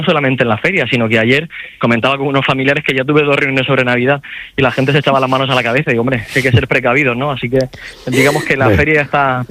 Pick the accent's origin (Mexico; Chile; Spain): Spain; Region of Murcia; los murcianos, que creo que somos los españoles que mejor llevamos la vuelta al cole